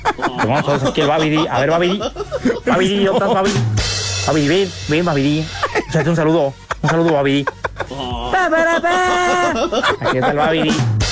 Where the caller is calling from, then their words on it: Tecámac, State of Mexico, Mexico; De aquí de Tecámac, aquí en la Macroplaza.